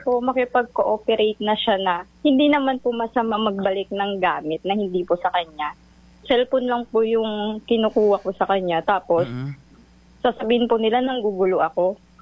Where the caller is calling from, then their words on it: Puerto Princesa, Mimaropa, Philippines; Taga dito lang po sa Bangkaw-Bangkaw po.